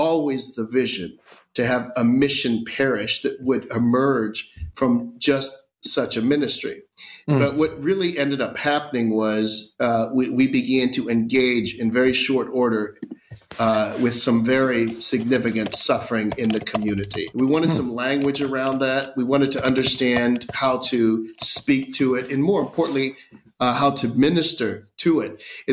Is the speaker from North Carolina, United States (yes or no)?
no; Pittsburgh, Pennsylvania, United States; because I'm from Pittsburgh. I came to Pittsburgh.